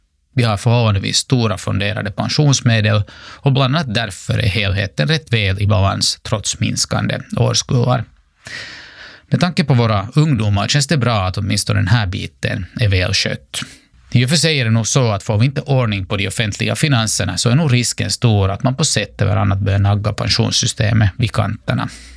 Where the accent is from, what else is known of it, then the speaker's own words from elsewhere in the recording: Finland; Till slut drog samhällsintresse och de egna entreprenörsprojekten ändå det längre strået stanna här hemma i Finland och studera vid Hanken.